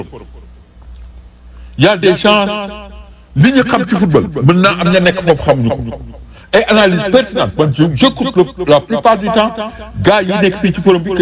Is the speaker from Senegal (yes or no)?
yes; Senegal; now in New York, United States